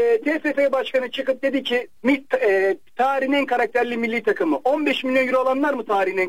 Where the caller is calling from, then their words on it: Istanbul, Turkey; Günaydın Aygün abi, hayırlı haftalar. … İstanbul'dan.